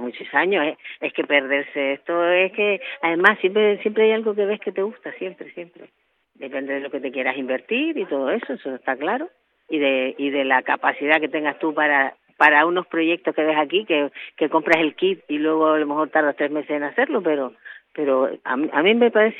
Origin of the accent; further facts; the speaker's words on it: Las Palmas, Canary Islands, Spain; Ella procede de Tejeda, pero yo soy de Las Palmas.